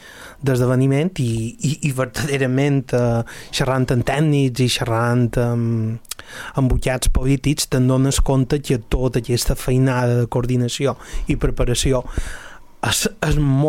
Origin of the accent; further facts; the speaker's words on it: Balearic Islands, Spain; com a mallorquins que som